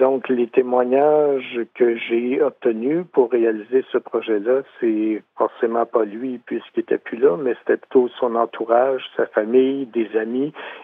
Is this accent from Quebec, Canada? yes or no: yes; Saint-Ours, Quebec, Canada; moved away; j'ai grandi à Saint-Ours avant de quitter l'endroit pendant plusieurs années et avant d'y revenir.